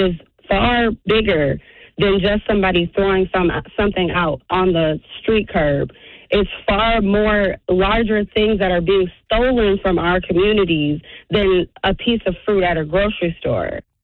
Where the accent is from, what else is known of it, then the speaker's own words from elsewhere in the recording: Milwaukee, Wisconsin, United States; I am from Milwaukee.